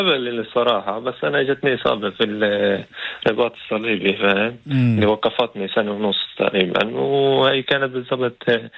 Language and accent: Arabic; Jaffa, Tel Aviv District, Israel